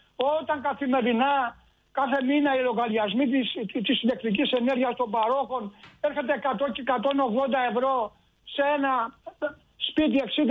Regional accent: Corfu, Ionian Islands, Greece; στο νησί μου την Κέρκυρα

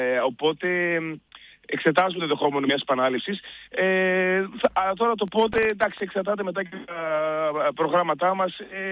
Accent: Thessaloniki, Central Macedonia, Greece; now in Athens, Greece; εγώ είμαι από τη Θεσσαλονίκη, όπως μπορεί να γνωρίζετε.

